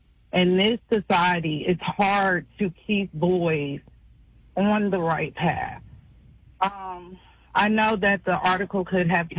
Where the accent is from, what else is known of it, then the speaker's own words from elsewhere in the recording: Champaign, Illinois, United States; now in Urbana, United States; So I'm born and raised in Champaign. My family is from Champaign, Urbana. My mom is also, her family migrated from Mississippi, as well as my dad's family migrated